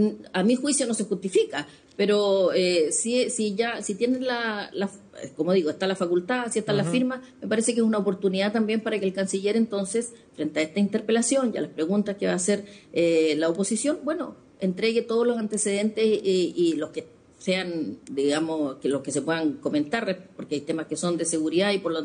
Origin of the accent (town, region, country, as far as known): Chile